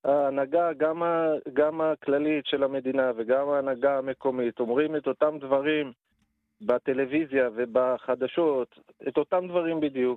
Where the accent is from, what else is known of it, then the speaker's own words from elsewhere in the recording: Jerusalem, Jerusalem District, Israel; moved away as an adult; also born or lived in Tel Aviv; now in Northern Israel; חודש לפני מלחמת לבנון השנייה עברתי לצפון מתל אביב. אני ירושלמי במקור, ואני הגעתי הנה ב-2005, תחילת 2006